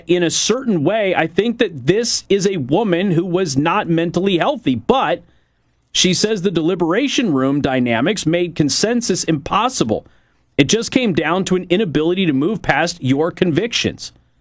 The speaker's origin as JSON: {"language": "English", "town": "Las Vegas", "region": "Nevada", "country": "United States", "tie": "born or raised there", "said": "My hometown of Las Vegas"}